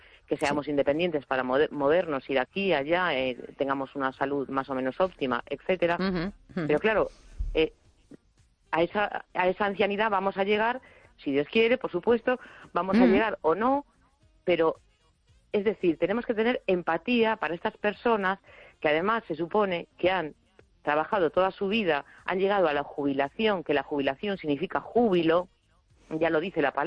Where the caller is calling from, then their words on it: A Coruña, Galicia, Spain; de La Coruña.